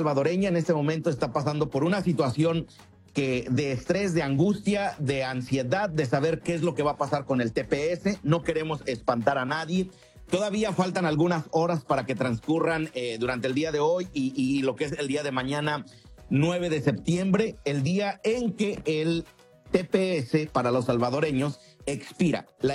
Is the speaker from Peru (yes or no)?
no; Mexico